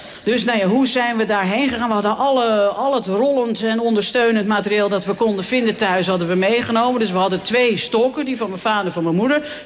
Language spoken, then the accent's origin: Dutch; Haarlem, North Holland, Netherlands; want vroeger bij ons in Haarlem-Noord, serieus, dan kon je gewoon vanuit de achtertuin kon je op de weilanden met de koeien kijken.